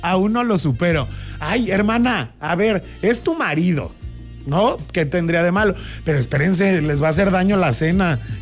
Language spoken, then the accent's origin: Spanish; Guadalajara, Jalisco, Mexico; now in Querétaro, Mexico; soy niñito tapatío.